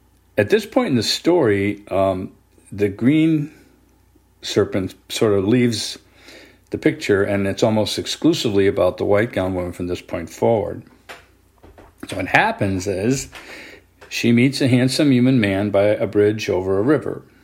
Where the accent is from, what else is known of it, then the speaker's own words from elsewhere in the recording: Singapore; growing up in Singapore, probably from cultural osmosis